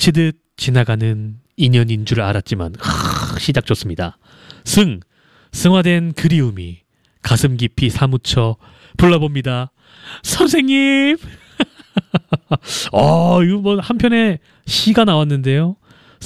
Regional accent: Chungcheong, South Korea; 저는 충청도 사람이기 때문에

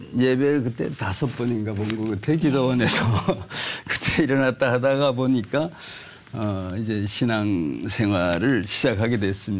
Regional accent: Taebaek, Gangwon, South Korea; born or raised there

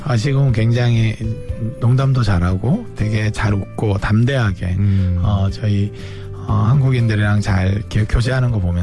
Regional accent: Busan, South Korea; accent: Busan dialect; first language Korean; 저희가 원어민이니까 물론 부산 사투리를 안 쓰려고 굉장히 노력을 하는데

